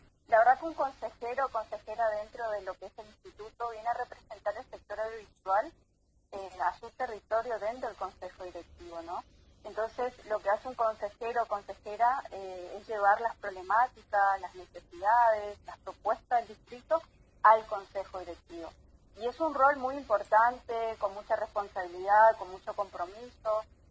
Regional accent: San Pedro, Misiones, Argentina; Yo soy de San Pedro.

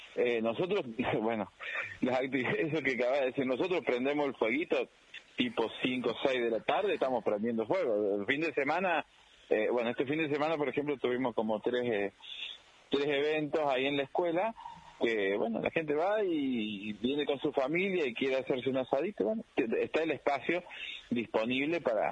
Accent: Potrero de los Funes, San Luis, Argentina; en Potrero Los Funes, nosotros somos de acá, de Potrero Los Funes.

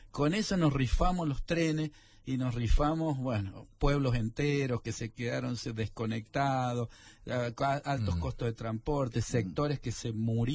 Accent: Argentina; como somos los argentinos, sobreactuamos las cosas.

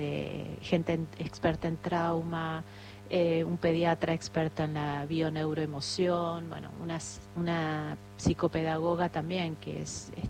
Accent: Buenos Aires, Argentina; born there; Yo nací en Capital

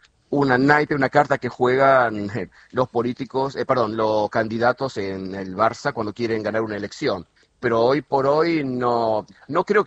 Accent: Bernal, Buenos Aires Province, Argentina; also born or lived in La Plata; now in Barcelona, Spain; Nací en la Plata, viví casi toda mi vida en Bernal, en Quilmes, siempre muy ligado a La Plata también

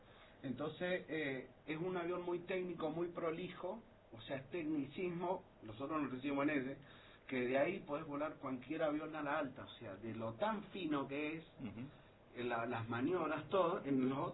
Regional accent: Argentina; Rekamikaze somos los argentinos.

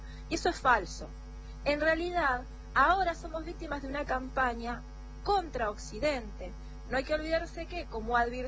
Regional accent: Argentina; A los argentinos nos quieren.

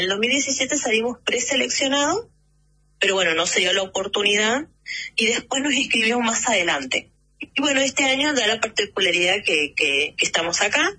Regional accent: Formosa, Argentina; born there; now in Río Grande, Argentina; porque ambos nacimos en la provincia de Formosa.

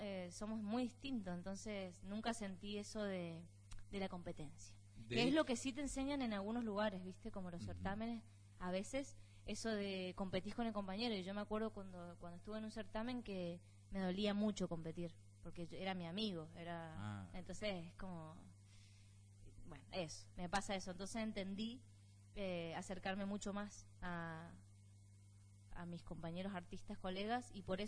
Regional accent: Argentina

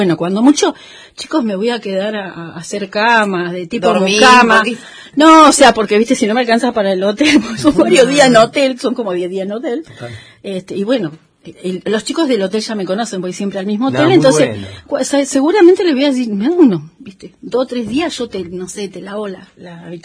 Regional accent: Esquel, Chubut, Argentina; soy la de Esquel.

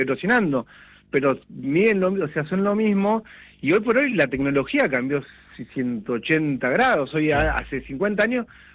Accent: Junín, Buenos Aires Province, Argentina; Sí, bueno, yo por ejemplo, yo soy acá de Junín. Sí. Acá en Junín, dentro de todo, me ha pasado de cuando llueve, salís, sí, pero vas a Pergamino

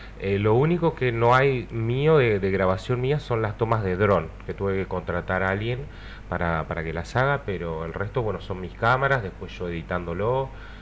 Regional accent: Río Gallegos, Santa Cruz, Argentina; also born or lived in Córdoba; yo empecé acá en el 2000, yo soy de acá de Río Gallegos

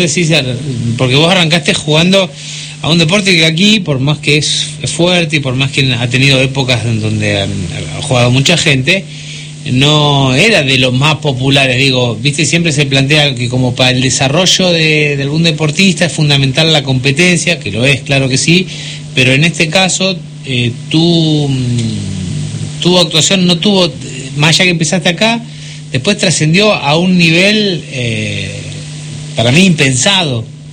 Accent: Argentina; soy el primer argentino que lo logra y es a nivel mundial

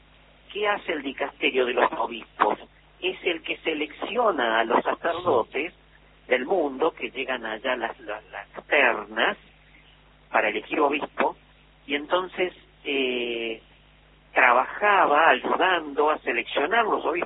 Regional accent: Córdoba, Argentina; aunque yo soy cordobés, ¿no?

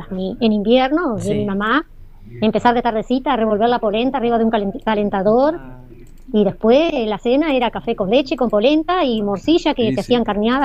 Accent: Arroyo Molino, Entre Ríos, Argentina; now in Concepción del Uruguay, Argentina; Me crié en Arroyo Molino, por acá cerca nomás.

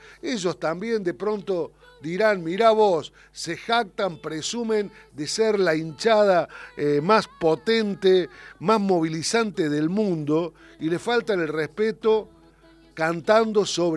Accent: Argentina

